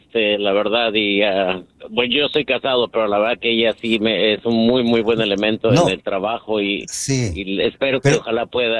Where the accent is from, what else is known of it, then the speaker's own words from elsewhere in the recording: Mexico; porque ella es de Ecuador, su familia quería conocer México, yo soy de México